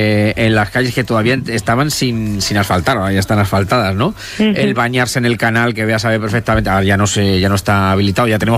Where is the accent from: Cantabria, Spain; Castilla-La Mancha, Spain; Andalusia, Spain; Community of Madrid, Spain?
Castilla-La Mancha, Spain; Ciudad Real; born there; now in Toledo, Spain; yo soy nacido en Ciudad Real, quiero decir, claro. Yo soy culipardo